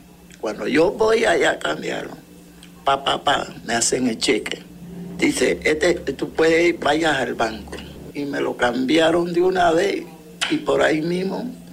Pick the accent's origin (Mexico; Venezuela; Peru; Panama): Panama; San Miguelito, Panamá; Yo soy de San Miguelito